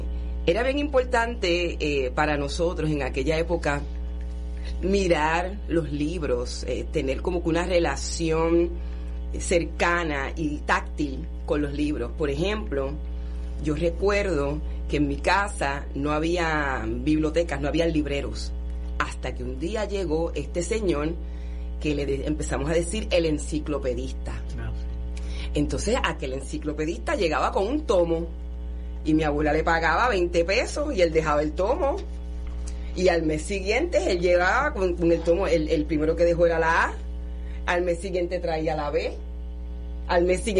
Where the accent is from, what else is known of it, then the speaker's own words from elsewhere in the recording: Guaynabo, Puerto Rico; also born or lived in Cataño; como yo soy de Amelia, en ese barrio era que vivían mis abuelos.